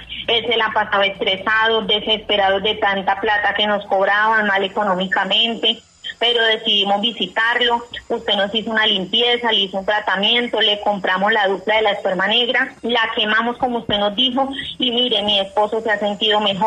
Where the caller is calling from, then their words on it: Bogotá, Colombia; lo llamo desde Bogotá